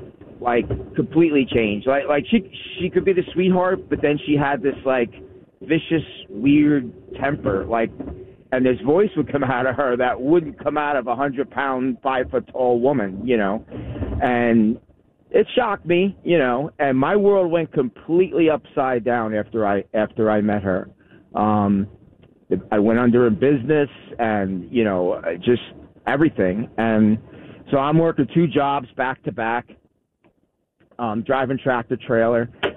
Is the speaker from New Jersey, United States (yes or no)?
yes; New Jersey, United States; I grew up in New Jersey, you know, and New Jersey, you know